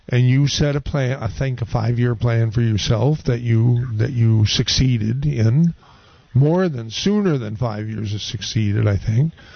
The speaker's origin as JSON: {"language": "English", "town": "Santa Cruz", "region": "California", "country": "United States", "tie": "born or raised there", "said": "a lot of other people who were born and raised in Santa Cruz or who have lived here for many, many years, but not necessarily natives like I am."}